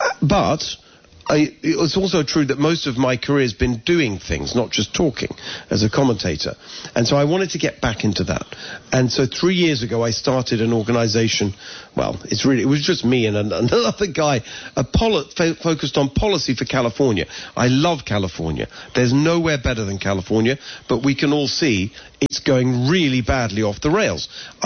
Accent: England, United Kingdom; now in United States; So we moved here from England, as people can hear my accent. I'm not originally from here. But I just want to say, Amy, very important point of connection is that my parents are Hungarian, and they were refugees from communism in Hungary. And I was born in England, but I grew up in a regular work

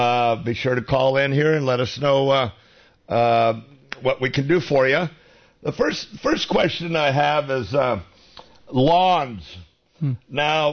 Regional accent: California, United States; I took care of a lot of vineyards in my day, and pears growing up in Mendocino County.

